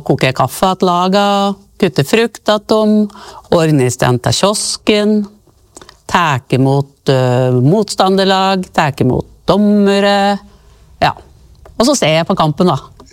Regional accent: Reinsvoll, Innlandet, Norway; jeg husker jo når jeg vokste opp her på Reinsvoll, det var jo, alt var jo frivillig.

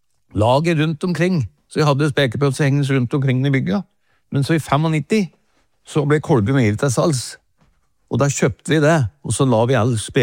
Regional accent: Åsmarka, Innlandet, Norway; Nei, men min far drev jo forretning I Åsmarka, der jeg vokste opp. Det den eneste butikken som hatt I resten av Toten, Sagnes.

